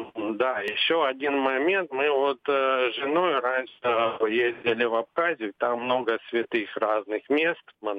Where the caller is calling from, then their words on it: Krasnodar, Krasnodar Krai, Russia; я из Краснодара.